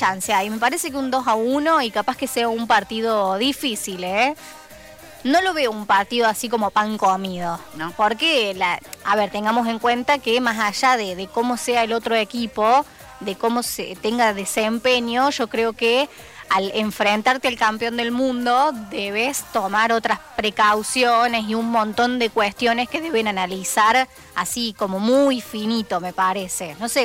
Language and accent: Spanish; Argentina; como bien argentinos que somos.